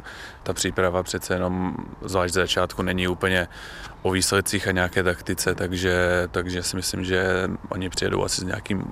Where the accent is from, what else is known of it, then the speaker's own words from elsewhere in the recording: Vysočina Region, Czechia; Pocházím z Vysočiny, takže jsem moc rád, že tady můžu bejt